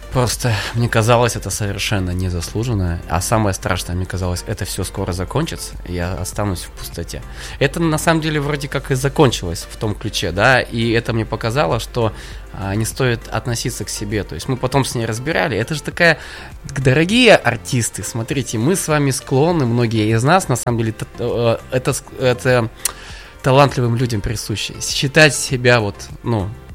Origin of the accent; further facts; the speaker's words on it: Russia; moved away as an adult; Я же с Байкала, я же о нем знаю все